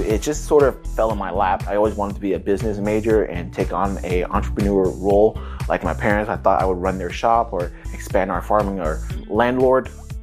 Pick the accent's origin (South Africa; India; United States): United States; Fresno, California; I grew up in Fresno, California, the Central Valley. My parents arrived in the late 1980s. We're immigrants from Vietnam. We came after we lost the war.